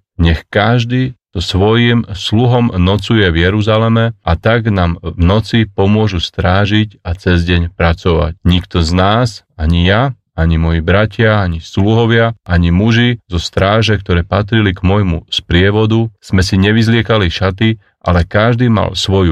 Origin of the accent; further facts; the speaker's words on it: eastern Slovakia, Slovakia; u nás na východe